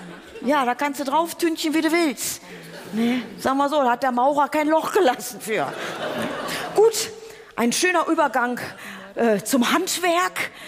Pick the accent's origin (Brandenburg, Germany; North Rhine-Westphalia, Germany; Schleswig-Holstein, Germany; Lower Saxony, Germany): North Rhine-Westphalia, Germany; Oberhausen